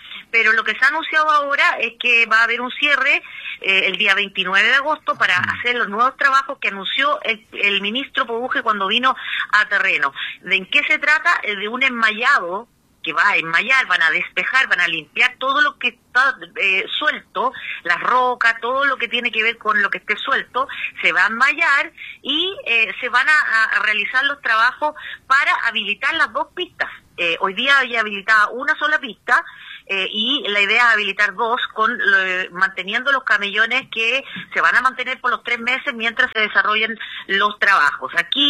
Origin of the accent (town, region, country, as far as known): Chile